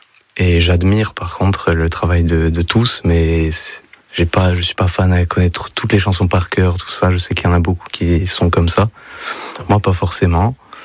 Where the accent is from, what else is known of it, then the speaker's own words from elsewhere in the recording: Bastia, Corsica, France; De Bastia, moi, du coup.